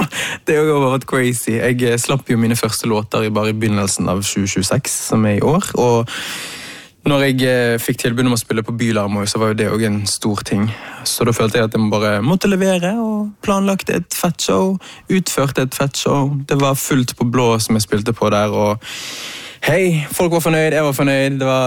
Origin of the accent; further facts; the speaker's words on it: Bergen, Vestland, Norway; now in Oslo, Norway; Til de som ikke kjenner meg, så er jo jeg først og fremst en bergenser, vaskeekte. ja, født og oppvokst i Bergen, og liksom har bodd i Oslo da, i mange år